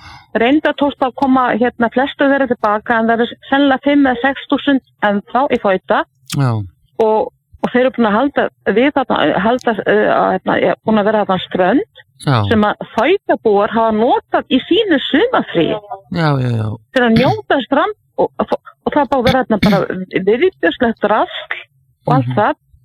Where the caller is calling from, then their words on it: Torrevieja, Valencian Community, Spain